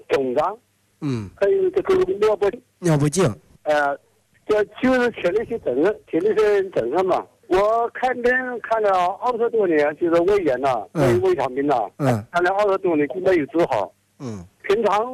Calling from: Yancheng, Jiangsu, China

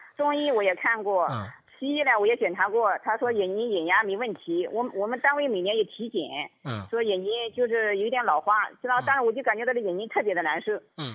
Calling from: Hefei, Anhui, China; 我在安徽合肥。

